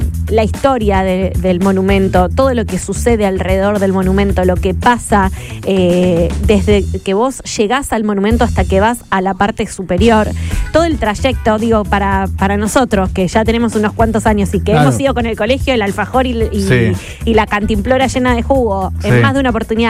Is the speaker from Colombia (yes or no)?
no; Rosario, Santa Fe, Argentina; nosotros como rosarinos